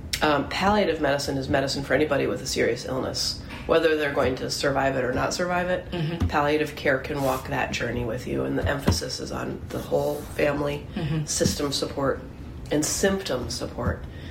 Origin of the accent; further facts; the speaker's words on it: Elmira, New York, United States; I'm a local from Elmira.